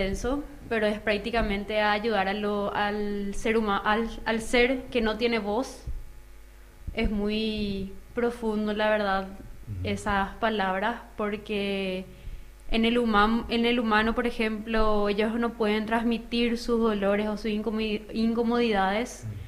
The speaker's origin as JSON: {"language": "Spanish", "town": "Encarnación", "region": "Itapúa", "country": "Paraguay", "said": "Sí, también. De Encarnación."}